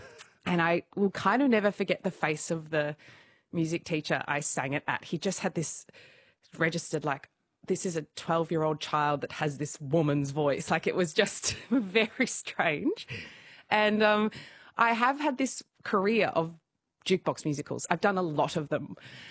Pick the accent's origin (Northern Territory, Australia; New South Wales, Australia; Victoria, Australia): Victoria, Australia; Geelong; You know, I'm the youngest of 4 kids. I grew up in Geelong.